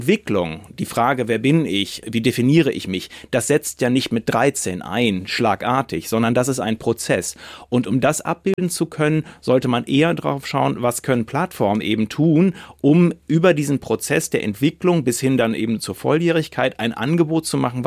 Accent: Lower Saxony, Germany; Ich bin aufgewachsen in Ostfriesland. Das ist sehr rural, sehr ländlich, und ich bin schwul.

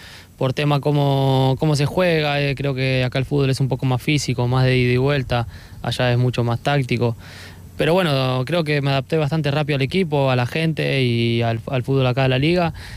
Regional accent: Argentina; moved away; me cargan porque somos argentinos

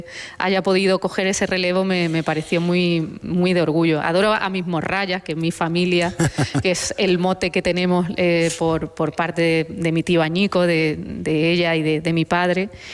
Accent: Andalusia, Spain; yo soy andaluza y cuando aprieto el acento

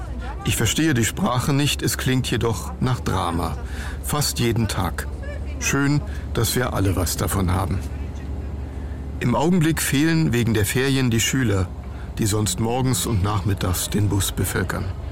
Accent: Berlin, Germany; So viel Freundlichkeit sind wir als Berliner nicht gewohnt.

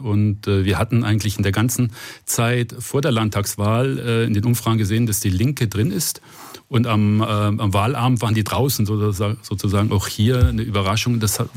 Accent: Stuttgart, Baden-Württemberg, Germany; Waren natürlich harte Zeiten im VfB-Land sozusagen, wo ich aufgewachsen bin als Werder-Fan.

